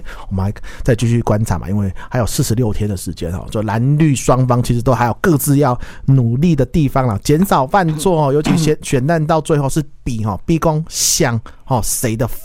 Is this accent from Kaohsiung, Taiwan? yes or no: yes; Kaohsiung, Taiwan; 他昨天在造势晚会上其实讲了一句我干嘛我身为高雄人听起来我有点怕怕的话